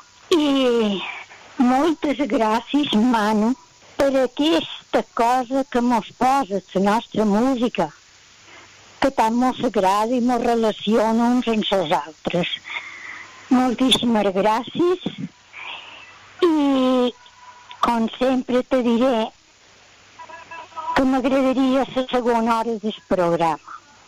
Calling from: Campanet, Balearic Islands, Spain

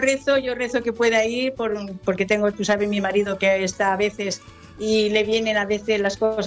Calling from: Palma, Balearic Islands, Spain; estoy en Palma

